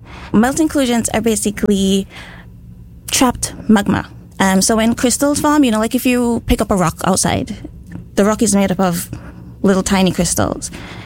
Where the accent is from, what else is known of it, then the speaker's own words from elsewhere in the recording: Montserrat; moved away; growing up on Muntjac. So growing up with a volcano in your background, like, 30 minutes drive away from where you live.